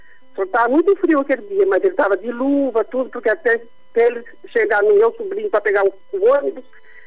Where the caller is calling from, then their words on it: Álvares Machado, São Paulo, Brazil; De Álvares Machado.